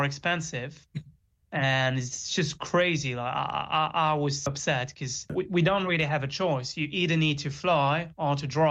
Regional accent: United Kingdom; And so, as British people, we can either fly to Europe or take the ferry or the train under the sea.

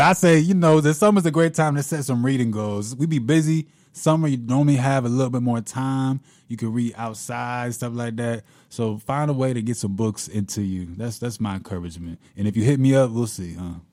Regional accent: Kankakee, Illinois, United States; I'm from Kankakee, by the way, my friend.

